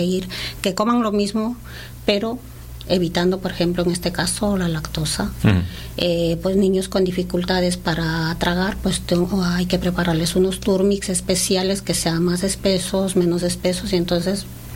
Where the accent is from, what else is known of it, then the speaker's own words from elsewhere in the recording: Ecuador; now in Spain; Yo soy de Ecuador.